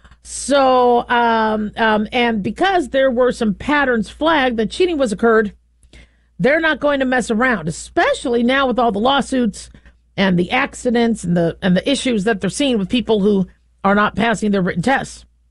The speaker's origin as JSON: {"language": "English", "region": "California", "country": "United States", "tie": "born there", "moved": "yes", "lives_now": "Southern Nevada, United States", "said": "I was born in California."}